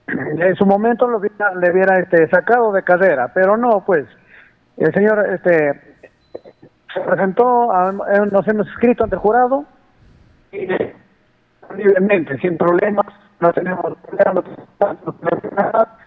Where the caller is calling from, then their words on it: Miracosta, Cajamarca, Peru; mi pueblo de Miracosta